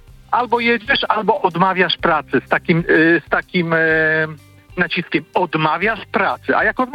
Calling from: Warsaw, Masovian Voivodeship, Poland; Tak, czyli Warszawa.

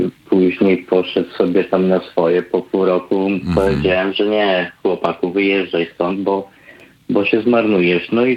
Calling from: Netherlands; dzwonię z Holandii

